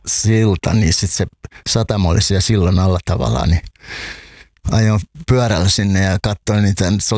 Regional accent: Hamina, Kymenlaakso, Finland; kun mä itse asun, tai synnyin ja asuin nuoruuteni ja lapsuuteni Haminassa, niin se satama oli erittäin tärkeä sen kaupungin identiteetille

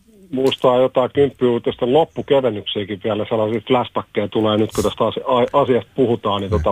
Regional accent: Lahti, Päijät-Häme, Finland; mä oon Lahdesta

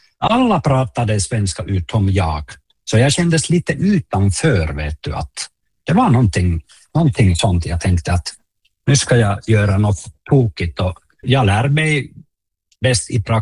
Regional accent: Oulunsalo, North Ostrobothnia, Finland; born or raised there; Swedish is a second language

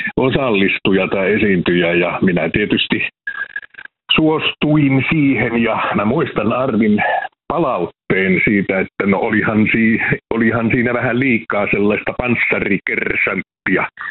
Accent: Savonia, Finland; No mä tunnustan aina, että mä oon semmoinen yleis-itäsuomalainen, eli mä oon savolainen

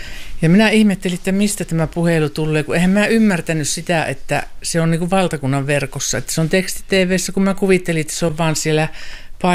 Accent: Sotkamo, Kainuu, Finland; also born or lived in Kajaani; Ja minun juuret alkoi syvästi Sotkamossa ja Sotkamon jymyissä, mutta aikuiselämä asunut Kajaanissa.

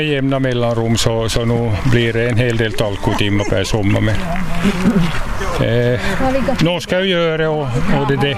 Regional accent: Kvevlax, Ostrobothnia, Finland; Då vi är från Veikkaus och Kvävlax, byarna här.

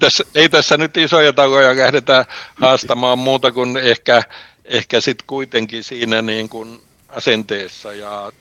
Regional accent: Ruovesi, Pirkanmaa, Finland; now in Helsinki, Finland; arkkitehti, joka olen Ruovedeltä kotoisin ja nykyisin vaikutan Helsingissä

